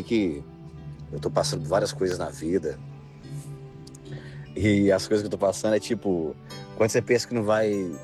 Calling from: Campinas, São Paulo, Brazil; Eu sou aqui de Campinas

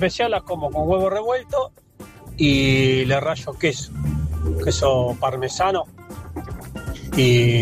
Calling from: Villa de Mayo, Buenos Aires Province, Argentina; de Villa de Mayo.

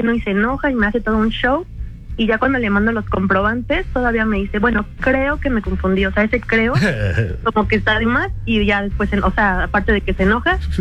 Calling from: Mexico City, Mexico; Desde Coyoacán, la alcaldía Coyoacán.

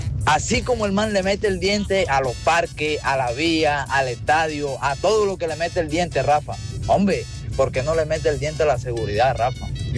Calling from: Barranquilla, Atlántico, Colombia; Entonces eso lo orgullece a uno como barranquillero

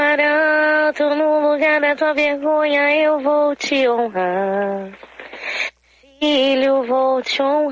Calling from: Petrópolis, Rio de Janeiro, Brazil

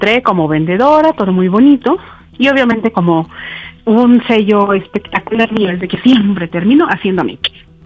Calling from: State of Mexico, Mexico; soy del Estado de México

